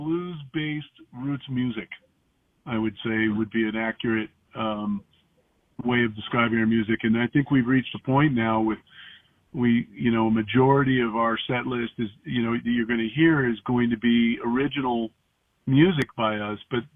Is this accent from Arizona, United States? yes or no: no; Woodstock, New York, United States; I grew up in Woodstock, New York. Well, we had a second house up there.